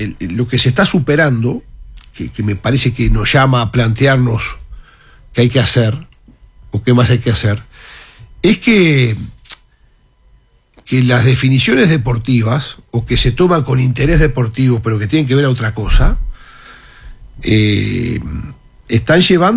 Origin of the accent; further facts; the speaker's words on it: San José, Uruguay; moved away as an adult; also born or lived in Montevideo; Yo vine de San José, de mi departamento, a estudiar a Montevideo, a facultad, como tantos del interior